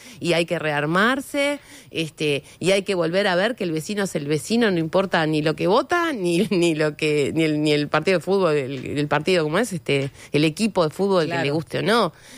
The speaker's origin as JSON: {"language": "Spanish", "country": "Uruguay", "said": "soy mala uruguaya"}